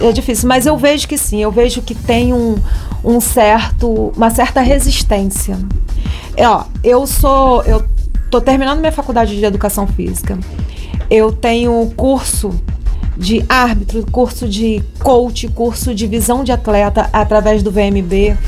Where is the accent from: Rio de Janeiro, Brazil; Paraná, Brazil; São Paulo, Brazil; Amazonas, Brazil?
Rio de Janeiro, Brazil; Rio Bonito; now in Cabo Frio, Brazil; Eu sou de Rio Bonito, treinei com o Mestre Carcará durante muito tempo, vim morar em Cabo Frio